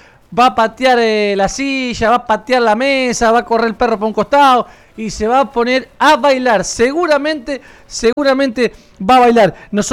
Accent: San Pedro, Buenos Aires Province, Argentina; soy argentino y bien sanpedrino.

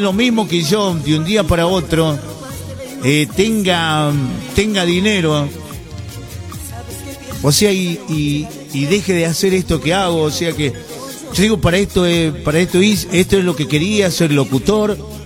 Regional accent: El Quebrachal, Salta, Argentina; now in Salta, Argentina; yo vengo de Quebrachal, vengo de una familia muy humilde

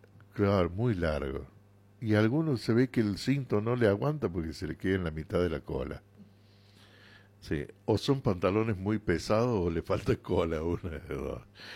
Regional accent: Córdoba, Argentina; Yo le hablo de Córdoba

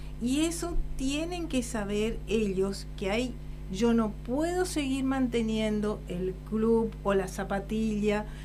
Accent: Puerto Rico, Misiones, Argentina; quiero recordar mi pueblo, Puerto Rico. Nos pagábamos los gastos en el secundario. Nosotros. Yo barrí las calles en el pueblo

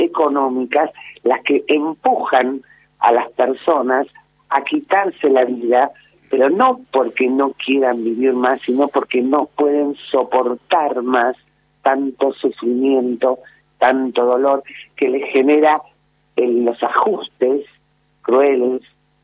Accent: Salta, Argentina; now in Buenos Aires, Argentina; Criada en Salta, aunque vivo en Buenos Aires.

